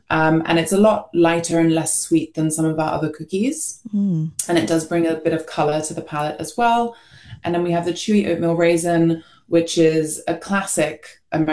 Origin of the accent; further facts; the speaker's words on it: Hong Kong; something that I grew up in Hong Kong. I grew up with it.